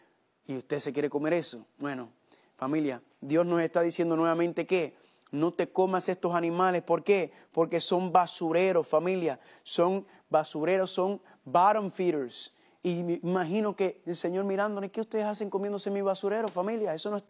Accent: Puerto Rico; Yo soy de Puerto Rico

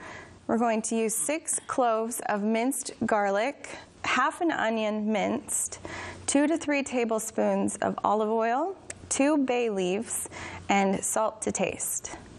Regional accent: Sacramento, California, United States; I am from Sacramento, California.

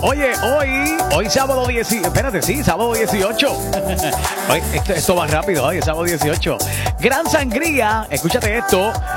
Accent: Puerto Rico

